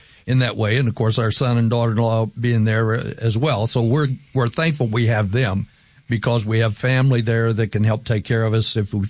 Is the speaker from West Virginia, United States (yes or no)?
yes; West Virginia, United States; I speak English. I'm from West Virginia. I don't speak English well.